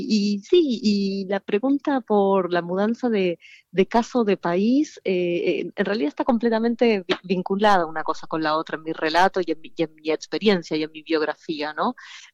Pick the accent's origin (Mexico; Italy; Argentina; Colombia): Argentina; now in Spain; En mi caso es verdad que yo me mudé de Argentina a España